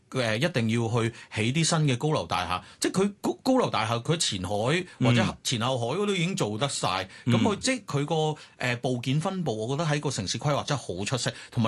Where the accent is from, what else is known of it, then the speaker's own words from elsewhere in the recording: Guangdong, China; 咁但係我哋廣東人食粵菜，粵菜好精湛噶嘛。